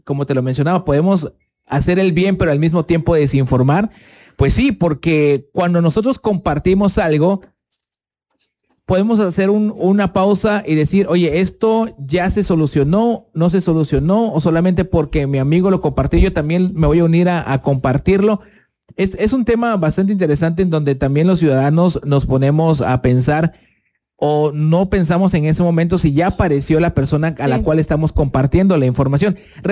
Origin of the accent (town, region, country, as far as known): Mexico